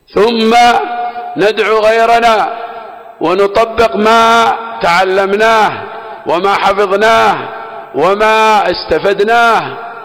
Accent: Aden, Yemen

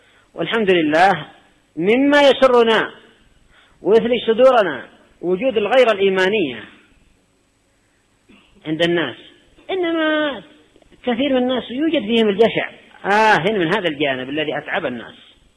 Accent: Yemen; عندنا في اليمن

